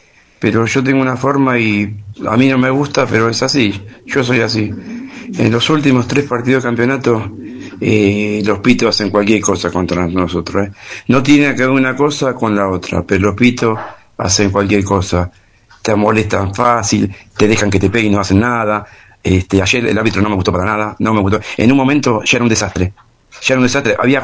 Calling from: San Fernando, Buenos Aires Province, Argentina; de San Fernando

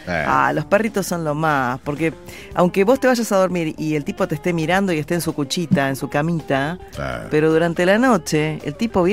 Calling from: Zapala, Neuquén, Argentina; de Zapala, Neuquén.

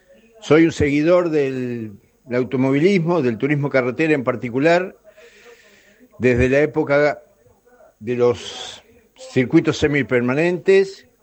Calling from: Quequén, Buenos Aires Province, Argentina; les hablo desde Quequén, la mejor playa de la costa atlántica.

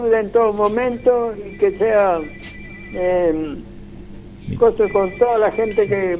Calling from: Isidro Casanova, Buenos Aires Province, Argentina; Yo vivo en Isidro Casanova.

